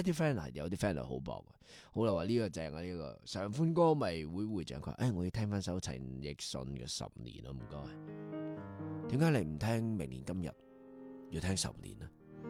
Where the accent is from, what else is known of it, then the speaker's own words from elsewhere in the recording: Guangdong, China; 我哋广东人粗口代表嘅系。